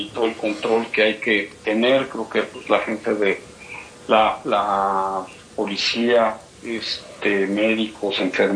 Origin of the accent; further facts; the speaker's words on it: Mexico; como país, como mexicanos